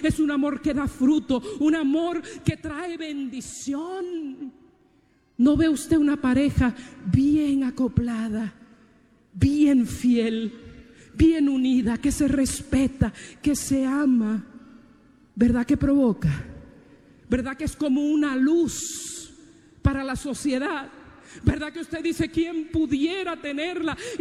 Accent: Puerto Rico; Yo soy de Puerto Rico, él de Venezuela.

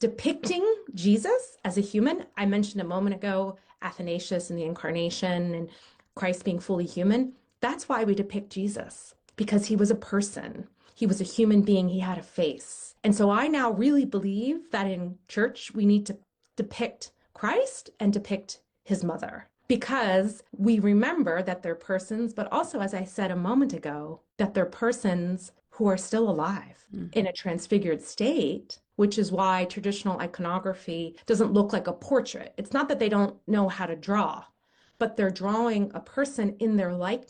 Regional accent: Frederick, Maryland, United States; I'm from Frederick, Maryland, which is close to where she started her Catholic schools.

